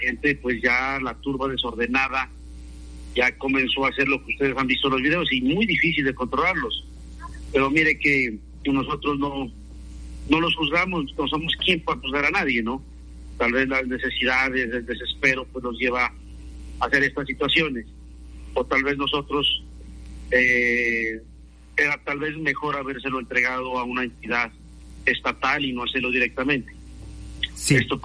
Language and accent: Spanish; Pasto, Nariño, Colombia; nuestro pueblo pastuso